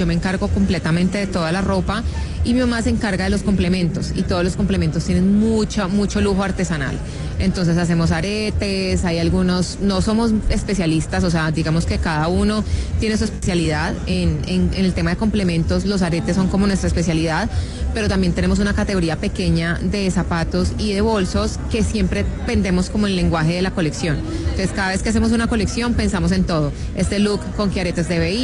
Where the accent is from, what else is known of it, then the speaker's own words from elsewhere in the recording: Cali, Valle del Cauca, Colombia; somos de Cali y me encantaba Bogotá, y dije, lo visualicé, estuve en Bogotá feliz 6 años